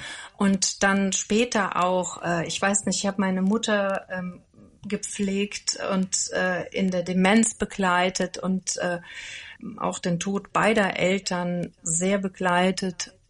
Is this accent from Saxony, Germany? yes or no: no; Andernach, Rhineland-Palatinate, Germany; ich komme gebürtig aus Andernach und bin im Pohltal aufgewachsen. Das ist da am See